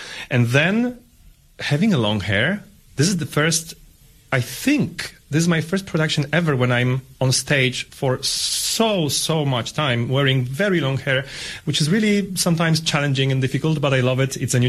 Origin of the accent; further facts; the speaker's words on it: Poland; I'm a baritone from Poland.